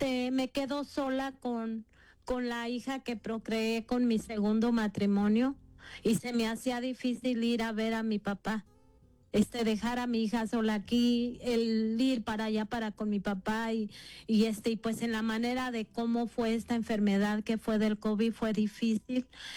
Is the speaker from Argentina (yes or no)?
no; Mexico; moved away as an adult; now in United States; estar separada de mi México, estar separada de mi gente, claro que fue un dolor muy fuerte. Fue una cosa, porque no tengo a nadie de mi familia aquí, soy la única hija que está aquí